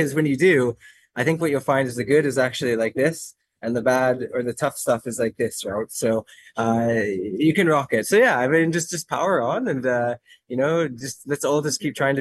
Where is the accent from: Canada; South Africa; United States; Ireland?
Canada; moved away as an adult; also born or lived in Hong Kong; now in Philippines; I grew up in Canada, you know, when we grew up there